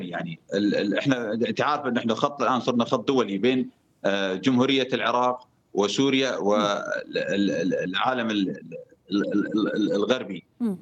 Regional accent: Deir ez-Zor Governorate, Syria; عندنا بالمحافظة

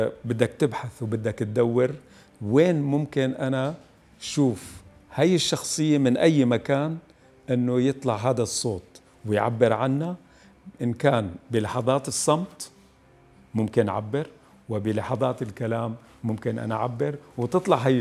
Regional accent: Quneitra Governorate, Syria; now in Damascus, Syria; النشاه بتعرف هي بقريه بمنطقه البطيحه. هاي القريه لهجتنا هي موجوده بين فلسطين، جنوب لبنان، درعا والجانب السوري

